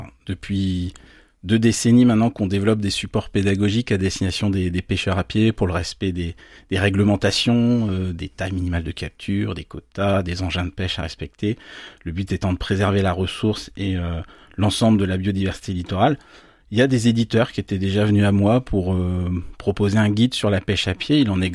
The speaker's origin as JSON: {"language": "French", "region": "Brittany", "country": "France", "tie": "born or raised there", "said": "Moi, je suis natif du pays de Saint-Brieuc. J'ai toujours vécu en bord de mer."}